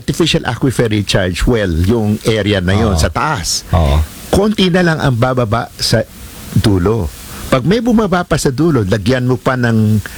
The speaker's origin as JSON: {"language": "Tagalog", "town": "Pasig", "region": "Metro Manila", "country": "Philippines", "also_born_or_lived": "Cainta, Rizal", "said": "taga-Pasig ako at Kainta."}